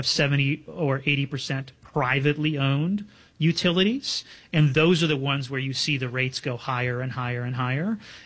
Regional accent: Binghamton, New York, United States; up in my hometown of Binghamton, New York

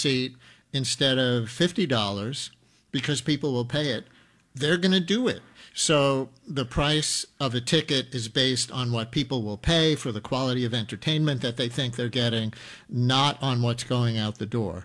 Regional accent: New York City, New York, United States; Hey, I grew up in Queens.

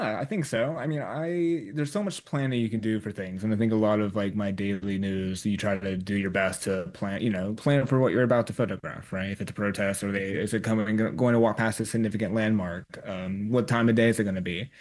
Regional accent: Nashville, Tennessee, United States; moved away; So I grew up in Nashville, Tennessee

